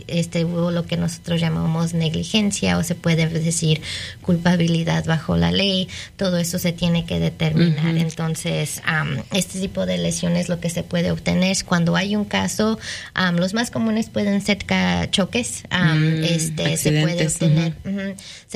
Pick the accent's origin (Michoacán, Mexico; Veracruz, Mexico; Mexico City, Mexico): Mexico City, Mexico; born there; yo nací, uh-huh, en la Ciudad de México.